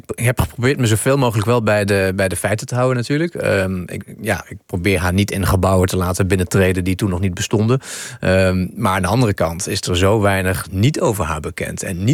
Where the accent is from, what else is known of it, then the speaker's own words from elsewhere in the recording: Bredevoort, Gelderland, Netherlands; En ik heb heel lang langs het standbeeldje van Hendrikje gefietst in mijn jeugd.